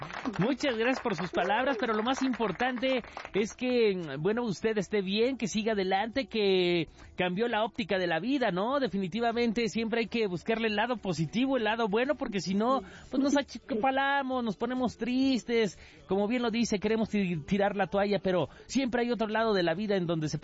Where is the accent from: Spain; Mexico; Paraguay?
Mexico; somos mexicanos